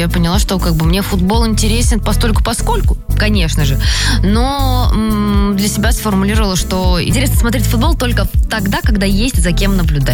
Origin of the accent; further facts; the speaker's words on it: Moscow, Russia; про меня говорили, что я москвичка с очень таким провинциальным запалом. Я из обычной семьи росла в Медведково.